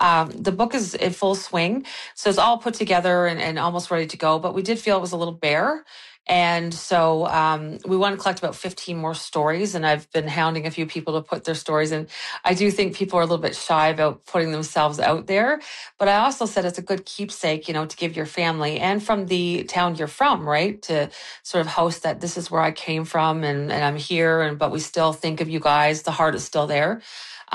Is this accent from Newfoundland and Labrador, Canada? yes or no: yes; Newfoundland and Labrador, Canada; I mean, you come here, especially, like I said, as a Newfoundlander, you come here, you leave your family. You know, we all did travel 3,000 miles, stay away.